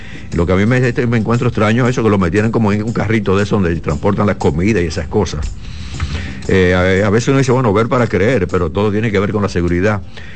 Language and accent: Spanish; Dominican Republic